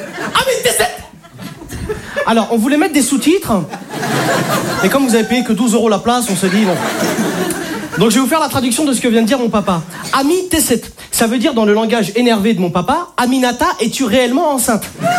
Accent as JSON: {"language": "French", "country": "Algeria", "said": "Je suis algérien."}